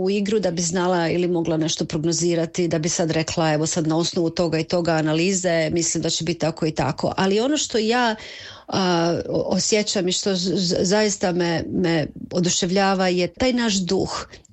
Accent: Zagreb, City of Zagreb, Croatia; moved away; ja sam odrasla u Zagrebu

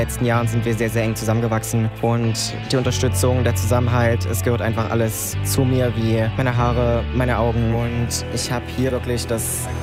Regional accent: Magdeburg, Saxony-Anhalt, Germany; ich bin 24, komme aus Magdeburg

